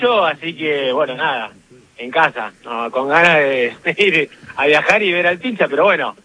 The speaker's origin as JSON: {"language": "Spanish", "town": "La Plata", "region": "Buenos Aires Province", "country": "Argentina", "tie": "born there", "lives_now": "Mar del Plata, Argentina", "said": "Soy hincha de Estudiante, nací acá, pero me tuve que ir a Mar del Plata por trabajo"}